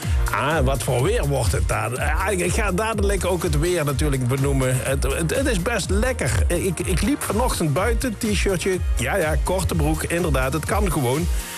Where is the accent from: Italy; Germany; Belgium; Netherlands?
Netherlands; Ik denk, ik ben helemaal geen Hollander. Ik ben een Nederlander, Nederlander.